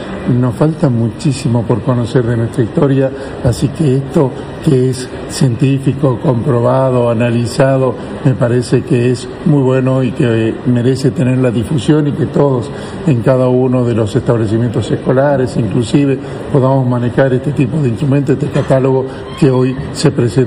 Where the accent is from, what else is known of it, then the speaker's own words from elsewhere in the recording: Tucumán, Argentina; la historia de dónde venimos, qué somos los tucumanos y tucumanas